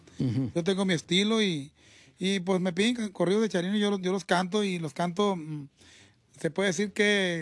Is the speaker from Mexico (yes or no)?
yes; San Ignacio, Sinaloa, Mexico; Soy del rancho de La Caña, municipio de San Ignacio, Sinaloa.